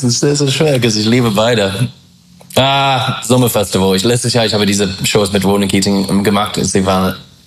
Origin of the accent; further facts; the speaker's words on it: England, United Kingdom; German is a second language; ich komme aus England.